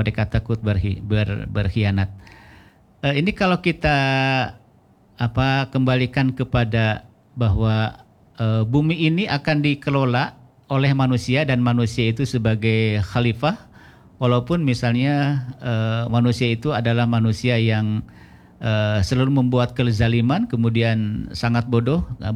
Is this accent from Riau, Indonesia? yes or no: no; Tasikmalaya, West Java, Indonesia; Salam ya buat keluarga di Karangnunggal, karena saya berasal dari Karangnunggal Tasik.